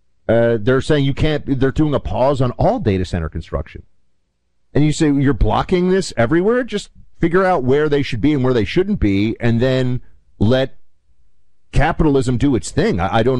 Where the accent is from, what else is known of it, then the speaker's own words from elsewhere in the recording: New York, United States; Even though as a New Yorker, we have to give it a hard time sometimes.